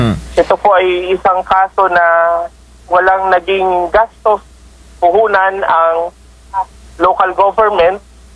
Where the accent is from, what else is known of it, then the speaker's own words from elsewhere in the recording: Mimaropa, Philippines; sa amin sa Marinduque